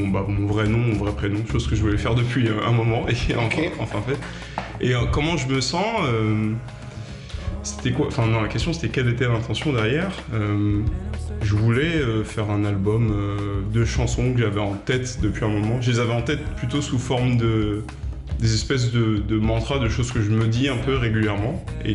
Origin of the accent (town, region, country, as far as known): Martinique; born or raised there